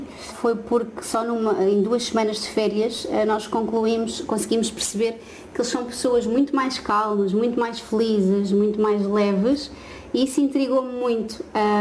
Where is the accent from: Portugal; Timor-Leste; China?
Portugal; moved away as an adult; now in Thailand; sempre que nós dizemos que somos portugueses